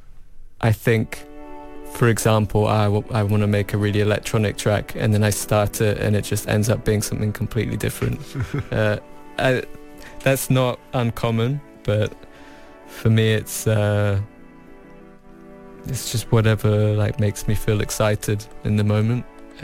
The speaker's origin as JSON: {"language": "English", "country": "Australia", "tie": "born or raised there", "lives_now": "Portugal", "said": "because I grew up in Australia."}